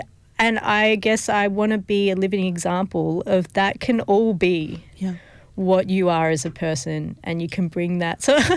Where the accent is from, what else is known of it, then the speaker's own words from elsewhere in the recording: South Australia, Australia; It's funny when I say my culture, because I'm Aussie too. Like, I was born in the Adelaide Hills. I grew up. I went to Blackwood High School. Like, it was, I'm a very Aussie Adelaide girl.